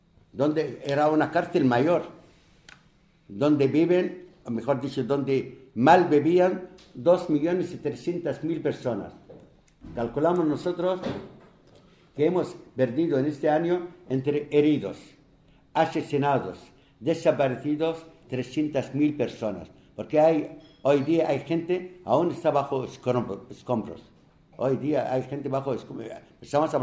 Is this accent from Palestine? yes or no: yes; Palestine; todo mi pueblo está orgulloso de esa acción